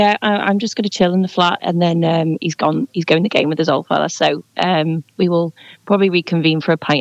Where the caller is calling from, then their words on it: Liverpool, North West England, United Kingdom; from L17.